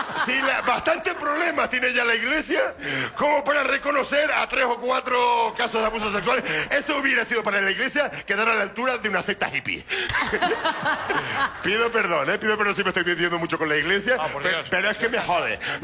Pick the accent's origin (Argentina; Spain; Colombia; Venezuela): Spain; Granadilla, Canary Islands; ¡Está llegando a mi pueblo! ¡Yo soy de Granadilla! ¡Soy de Granadilla!